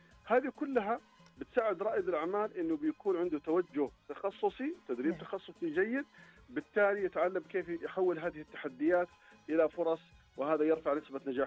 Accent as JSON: {"language": "Arabic", "country": "Saudi Arabia", "said": "إحنا سعوديين"}